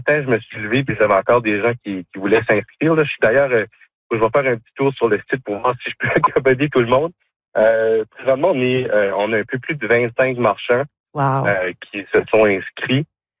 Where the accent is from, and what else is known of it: Robertville, New Brunswick, Canada; born or raised there